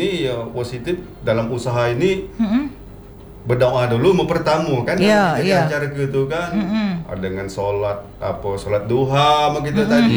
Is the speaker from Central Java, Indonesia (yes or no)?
no; Muara Enim, South Sumatra, Indonesia; Dusun kami itu daerah Murini itu Penanggiran dusun aku.